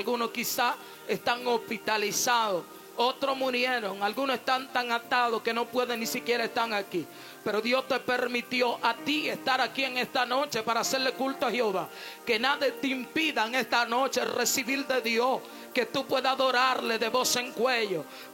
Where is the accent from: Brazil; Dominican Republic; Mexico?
Dominican Republic; nosotros somos de Dominicana